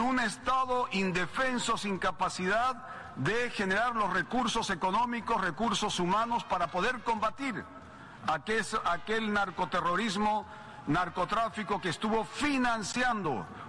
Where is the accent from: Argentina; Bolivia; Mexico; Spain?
Bolivia